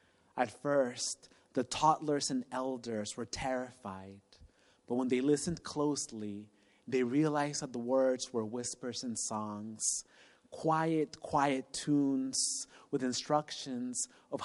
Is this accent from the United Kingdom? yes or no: no; Mexico; I had already been in intensive medical treatment in my home country in Mexico.